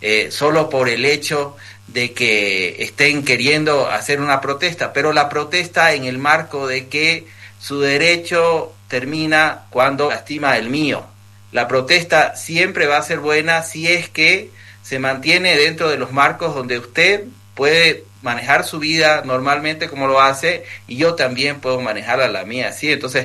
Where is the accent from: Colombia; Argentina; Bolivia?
Bolivia; La Paz